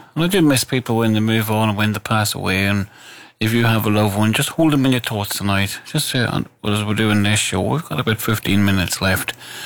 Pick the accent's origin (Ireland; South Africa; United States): Ireland; growing up in Ireland.